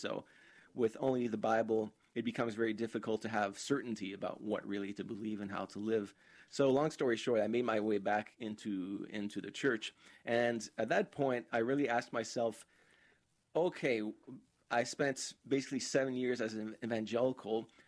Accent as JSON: {"language": "English", "town": "Ottawa", "region": "Ontario", "country": "Canada", "tie": "born or raised there", "also_born_or_lived": "Graz, Austria", "moved": "as an adult", "said": "So I grew up in Ottawa, Canada, in a Catholic family"}